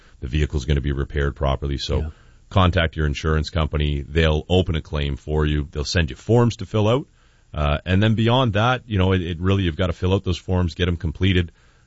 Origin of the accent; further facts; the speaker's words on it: Lakeshore, Ontario, Canada; also born or lived in Toronto; And that's kind of the area I grew up out in Lakeshore there.